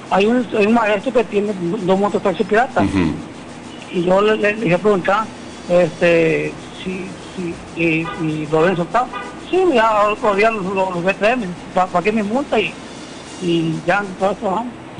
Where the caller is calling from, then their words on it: Chiapas, Mexico; Soy mototaxista de Chipilas.